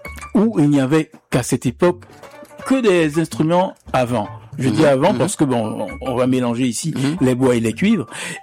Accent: Haiti; Issaël Saïe, chez nous, en Haïti, c'était un clarinettiste.

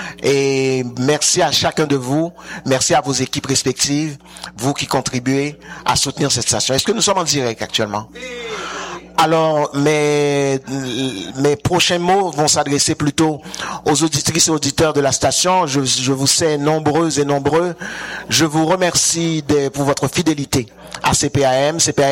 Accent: Quebec, Canada; Nous sommes des Québécoises et des Québécois, mais nous sommes aussi tout aussi fiers de notre appartenance canadienne aussi.

